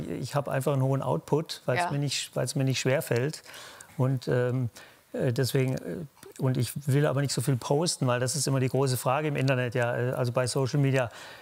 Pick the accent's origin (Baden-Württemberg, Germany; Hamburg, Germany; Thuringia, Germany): Baden-Württemberg, Germany; Nee, da bin ich akribisch, da bin ich Schwabe.